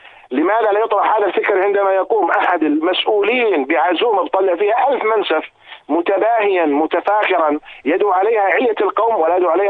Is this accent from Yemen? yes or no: no; Jordan; وهذا حسب الدراسات عندنا في الأردن